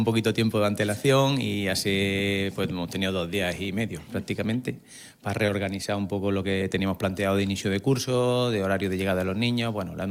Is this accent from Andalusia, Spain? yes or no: yes; a town in Seville province, Andalusia, Spain; moved away as an adult; also born or lived in Granada; now in Almería, Spain; aunque no soy de aquí, soy de Sevilla, de un pueblo de Sevilla, pero bueno, llevo desde el 98 aquí por Almería.